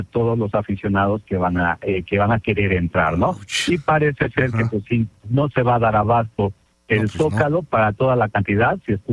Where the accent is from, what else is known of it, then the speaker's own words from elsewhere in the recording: Mexico; Como mexicano, pues bueno, pues que gane México.